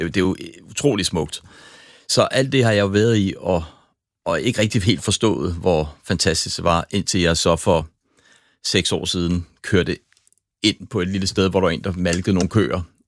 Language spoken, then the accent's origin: Danish; Copenhagen, Capital Region of Denmark, Denmark; som dansker fra Østerbro